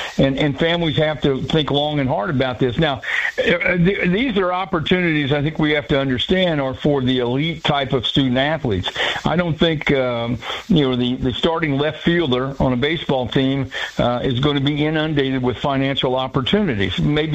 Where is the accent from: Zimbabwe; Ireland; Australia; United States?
United States; Plainfield; You know, I grew up in Plainfield, so if the local bank in Plainfield wants me to come out and take a picture